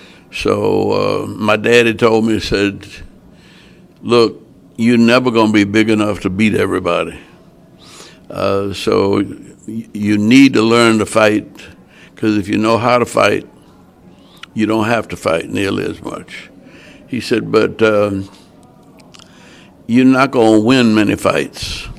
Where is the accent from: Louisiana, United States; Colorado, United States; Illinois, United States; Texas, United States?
Louisiana, United States; Because I grew up on Dillard's campus. My mother and father went to Dillard.